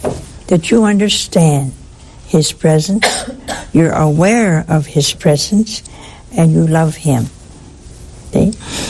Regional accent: Ohio, United States; moved away; Oh, hey. That's my home state.

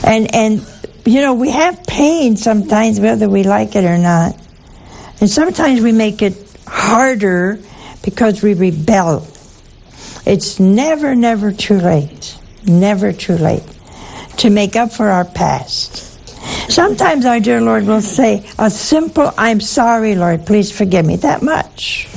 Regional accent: Ohio, United States; born or raised there; moved away

